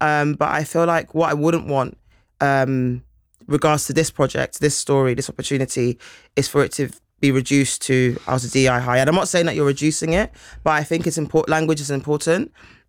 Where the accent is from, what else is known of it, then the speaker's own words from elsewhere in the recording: London, United Kingdom; as a Londoner